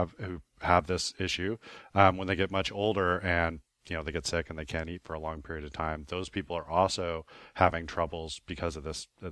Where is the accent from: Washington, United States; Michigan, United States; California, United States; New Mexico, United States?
New Mexico, United States; Shiprock; born there; my dad was in the Indian Health Service back in the 70s, and I was born on the Navajo Reservation in Shiprock.